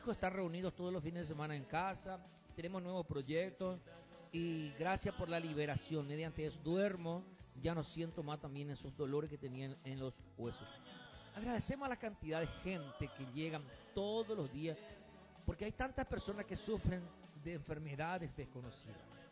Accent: Hernandarias, Alto Paraná, Paraguay; vení en Ciudad del Este. Yo sé que soy de Hernandaria.

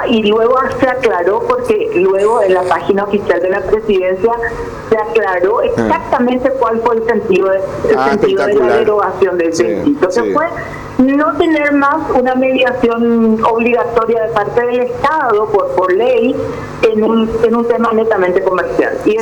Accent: Paraguay; podemos llegar a ser locales nosotros los paraguayos.

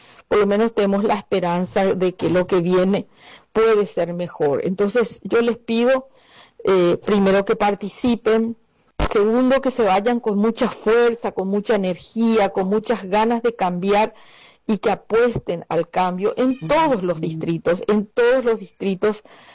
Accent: Lambaré, Central, Paraguay; quiero que mis hijos se queden en el Paraguay, quiero ser abuela en el Paraguay. Yo vivo en Lambaré

